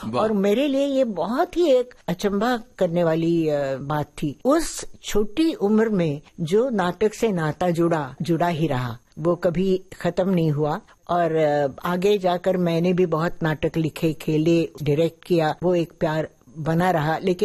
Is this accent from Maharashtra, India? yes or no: yes; Pune, Maharashtra, India; also born or lived in Lucknow; हाँ, पुणे आ गई और नाना के पास, मतलब अपने पिता के पास, मेरे नाना अप्पा हम कहते थे। और तब से मैं उनकी छत्र छाया में पली बड़ी।